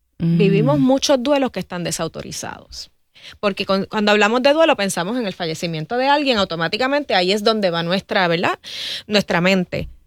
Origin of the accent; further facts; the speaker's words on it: Puerto Rico; podemos echarnos así la pata como puertorriqueños